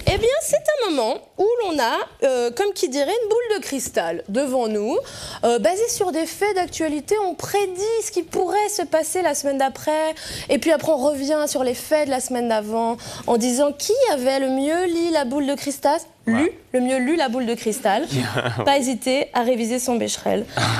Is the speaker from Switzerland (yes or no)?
yes; Valais, Switzerland; Eh oui, mais moi, je suis une vraie valaisanne, je le sens quand je critique les touristes à la montagne ou quand je mange une fondue chinoise à chaque Noël, tu vois. Je sens que celles sont là, mes racines valaisannes.